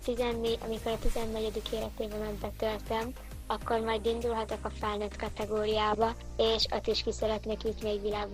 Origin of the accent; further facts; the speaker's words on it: Hungary; Magyarországról jöttünk